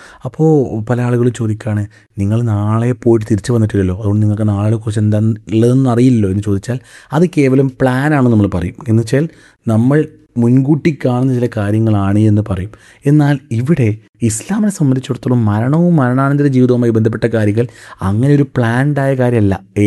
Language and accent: Malayalam; Kerala, India; born there; നേപ്പാളി പ്രളയത്തിൽ പെടാതെ ഞാൻ കേരളത്തിൽ ജനിച്ചത് എന്തുകൊണ്ട്?